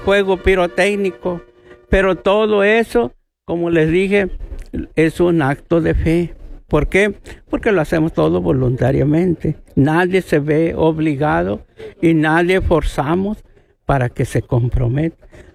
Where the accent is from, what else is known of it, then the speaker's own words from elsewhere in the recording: Taxtitla, Veracruz, Mexico; Sí, soy nativo de aquí y mi papá me enseñó a trabajar el campo.